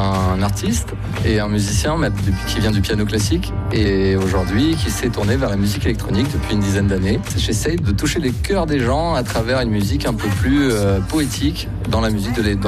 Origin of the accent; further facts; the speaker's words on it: Nice, Provence-Alpes-Côte d'Azur, France; C'est un petit village qui est dans l'arrière-pays niçois parce que je suis originaire de Nice